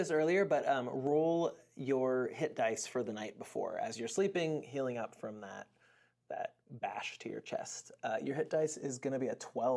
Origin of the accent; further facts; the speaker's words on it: Oregon, United States; I'm from Oregon. I appreciate the reference.